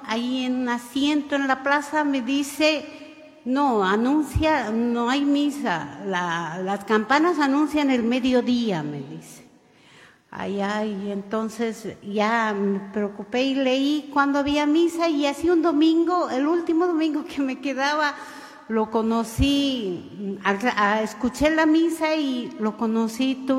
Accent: Bolivia; moved away as an adult; now in Rengo, Chile; boliviana. Llegué en noviembre del 2025 a Rengo

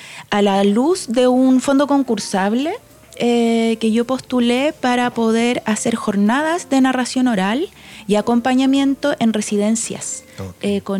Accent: San Bernardo, Santiago Metropolitan Region, Chile; Crecí en San Bernardo, en el Nocedal 3. Llegué muy chiquitita y me fui después de que egresé de la U.

